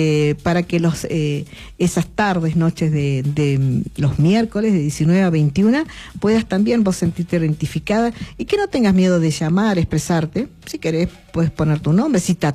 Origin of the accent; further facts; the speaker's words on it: Corrientes, Argentina; moved away; yo soy correntina.